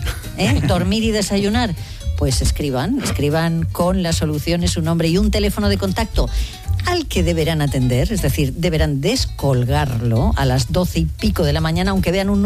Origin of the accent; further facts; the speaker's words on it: Cervera, Catalonia, Spain; que le vamos a empezar en Cervera, en Lleida, que es mi pueblo, y no voy a tener que llevar maleta, porque en casa de mi madre siempre hay cosas.